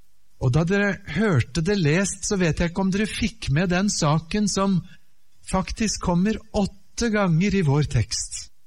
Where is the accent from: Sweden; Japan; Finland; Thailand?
Japan; also born or lived in Norway / Oslo, Norway / United States / Germany; Jeg kommer altså ifra Norge, men jeg ble født i Japan. Jeg vokste opp der som barn av misjonærer. Mine foreldre var der i 25 år. Så jeg fikk min barndom og oppvekst